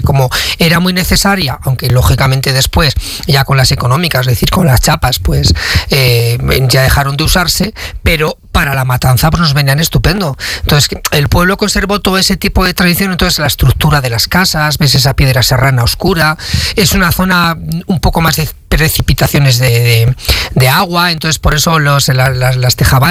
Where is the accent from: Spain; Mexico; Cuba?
Spain; Palazuelos de Eresma, Castile and León; eran las de mi pueblo, de Palazuelos, porque todavía, estando cerca de la capital